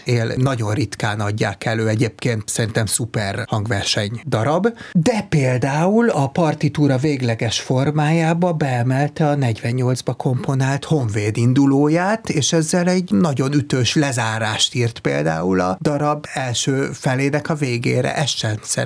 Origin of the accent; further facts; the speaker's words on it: Hungary; mint magyar zenész és magyar ember